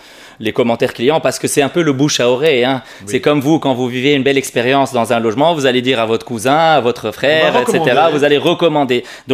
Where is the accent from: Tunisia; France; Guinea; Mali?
Tunisia; on est Tunisien, on vit en Tunisie mais on sort pas du quartier